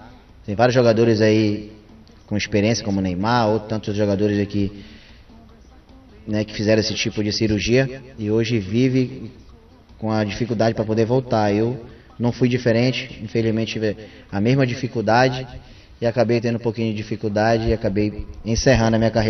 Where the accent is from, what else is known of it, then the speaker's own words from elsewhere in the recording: Belém, Pará, Brazil; born there; nasci no Guamá, onde todo mundo sabe, não só no Guamá, como em vários bairros considerados periferia, encontra-se com várias dificuldades